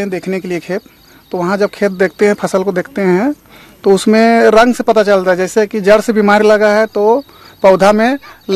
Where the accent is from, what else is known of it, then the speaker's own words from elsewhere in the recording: Dumarbera, Ramgarh district, Jharkhand, India; मैं डुमरबेड़ा का रहने वाला हूँ जो रामगढ़ ज़िला से।